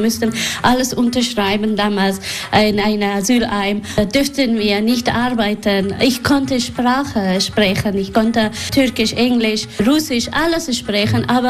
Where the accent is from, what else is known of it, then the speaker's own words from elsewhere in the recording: Kabul, Afghanistan; now in Germany; Nee, ich komme aus Kabul, ja.